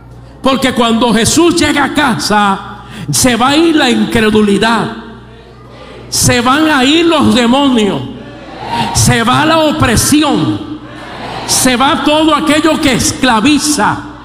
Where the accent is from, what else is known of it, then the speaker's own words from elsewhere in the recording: Puerto Rico; He nacido en los campos de mi tierra, Puerto Rico.